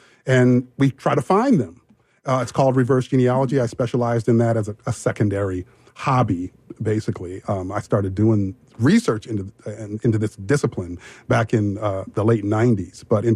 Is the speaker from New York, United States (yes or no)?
no; San Diego, California, United States; I grew up in San Diego, California, and in the 70s.